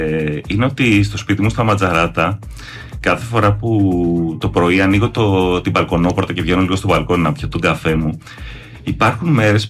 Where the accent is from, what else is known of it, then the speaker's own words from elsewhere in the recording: Ithaca, Ionian Islands, Greece; also born or lived in Astakos; Είμαι Κουρλοθιακός. Κατά το ίμιση. Κατά το άλλο μισό είμαι από τον Αστακό.